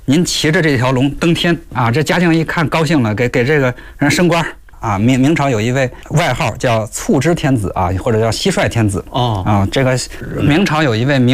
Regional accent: Xinxiang, Henan, China; 这个正好就是我的老家啊，这个河南新乡

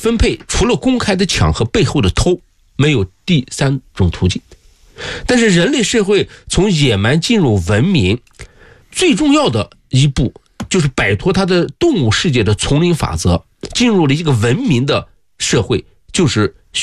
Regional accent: Xinjiang, China; 我呢是在新疆长大的

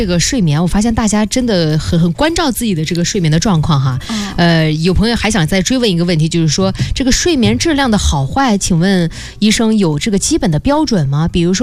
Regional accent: southern China, China; moved away; 因为我是个南方人。

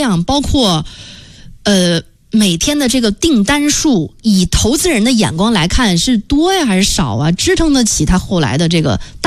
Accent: Beijing, China

